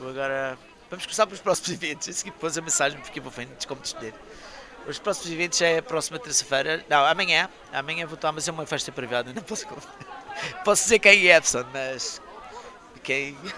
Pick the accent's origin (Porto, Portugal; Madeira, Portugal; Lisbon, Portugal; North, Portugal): Madeira, Portugal; E habituado com o sol que nós temos até quase às 8, 9 da noite na Madeira.